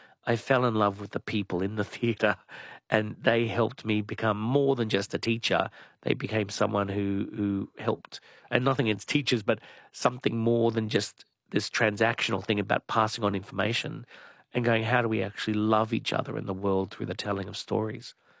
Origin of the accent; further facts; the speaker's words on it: Logan, Queensland, Australia; a young Aboriginal gay man growing up in Logan at the time, who just felt in the 70s into the 80s, just felt totally kind of alone with no one around.